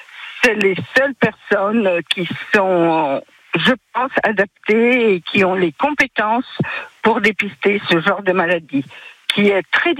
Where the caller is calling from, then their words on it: Montceau-les-Mines, Bourgogne-Franche-Comté, France; Alors, à côté de Montceau-les-Mines.